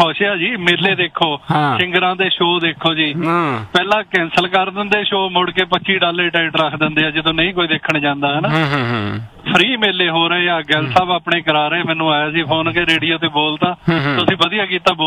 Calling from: Brampton, Ontario, Canada

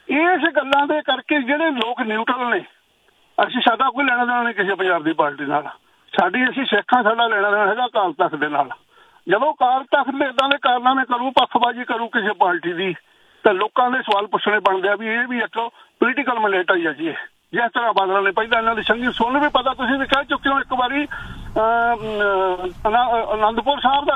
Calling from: Canada; ਮੈਂ ਕੈਨੇਡਾ ਚ ਬੈਠਾ 30-35 ਸਾਲ ਤੋਂ ਜੀ ਇੱਥੇ

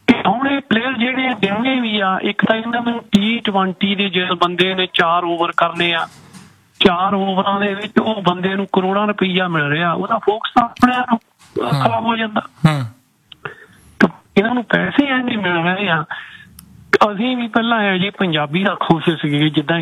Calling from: Brampton, Ontario, Canada; ਮੈਂ ਤੇ ਬ੍ਰੈਂਪਟਨ ਤੋਂ ਹੀ ਆ।

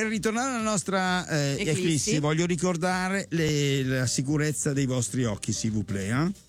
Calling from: Milan, Lombardy, Italy; per noi di Milano

